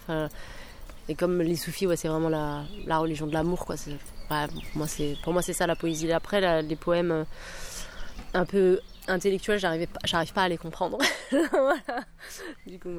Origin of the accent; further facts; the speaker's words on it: France; born there; moi je suis née en France, donc j'écris principalement en français. Et après, mon père, il est algérien, donc j'aime bien apporter une touche d'arabe